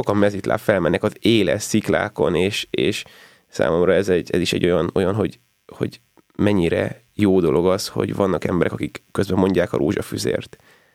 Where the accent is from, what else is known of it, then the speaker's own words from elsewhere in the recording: Hungary; magyarok vagyunk, én is magyar vagyok